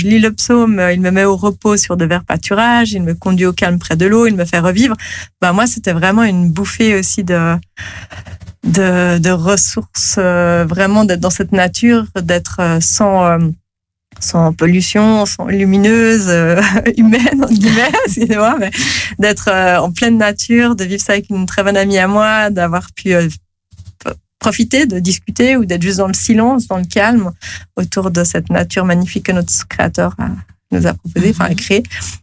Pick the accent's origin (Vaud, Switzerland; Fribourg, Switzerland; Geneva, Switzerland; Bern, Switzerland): Geneva, Switzerland